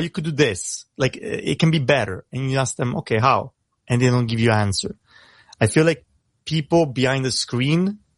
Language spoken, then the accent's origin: English; Italy; first language Italian; English is a second language; I'm trying now to get better to rap in English because it's obviously not my first language. You hear my accent a lot, but in Italian just becomes natural.